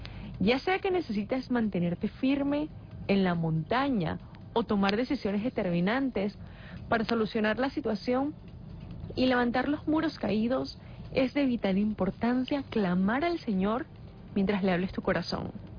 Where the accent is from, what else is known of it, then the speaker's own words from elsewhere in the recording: Caracas, Capital District, Venezuela; Gracias a Dios, como caraqueños, tenemos esos recuerdos bonitos de La Guaira